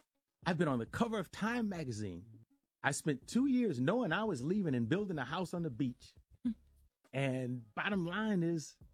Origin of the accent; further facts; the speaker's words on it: Cleveland, Ohio, United States; Also, I'm from Cleveland. Mm. I grew up down the street from Jim Brown